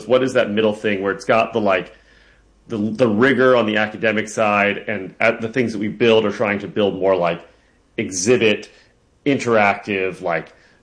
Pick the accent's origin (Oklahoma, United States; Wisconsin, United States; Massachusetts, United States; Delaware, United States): Delaware, United States; Hockessin; now in Brooklyn, United States; I grew up in Hockessin, Delaware. I now live in Brooklyn, New York.